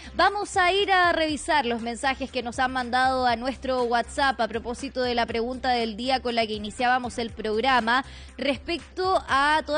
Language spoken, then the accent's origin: Spanish; Chile; qué bonito es conocer de la cultura de nuestro país a través de la música.